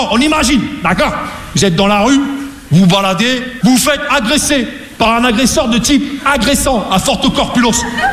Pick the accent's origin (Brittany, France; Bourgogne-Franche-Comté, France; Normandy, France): Normandy, France; Rouen